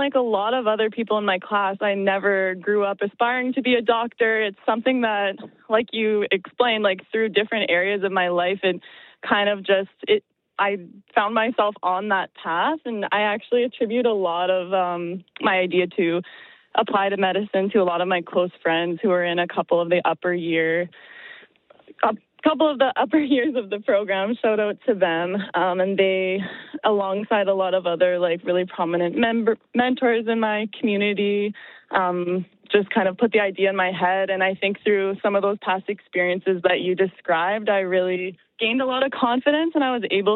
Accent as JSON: {"language": "English", "town": "Winnipeg", "region": "Manitoba", "country": "Canada", "tie": "born or raised there", "said": "I'm from North Winnipeg. I would never claim to be from the North End. I grew up in Meadows West."}